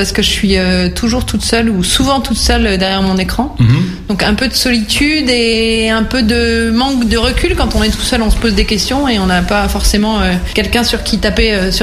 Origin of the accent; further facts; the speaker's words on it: Grand Est, France; now in Dijon, France; Alors, je suis Lorraine. Dijon, c'est toujours pas complètement ma ville. La Lorraine reste vraiment chez moi. Mais pour autant, je me suis fait une belle vie ici